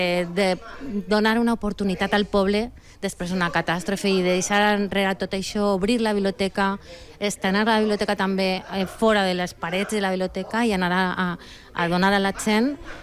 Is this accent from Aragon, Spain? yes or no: yes; Zaragoza, Aragon, Spain; Catalan is a second language; Jo sóc de Zaragoza.